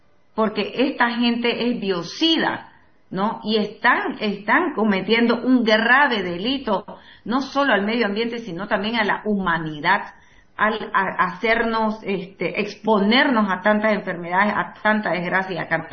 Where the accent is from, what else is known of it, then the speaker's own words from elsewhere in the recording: Bolivia; Y tenemos que cuidarla como bolivianos.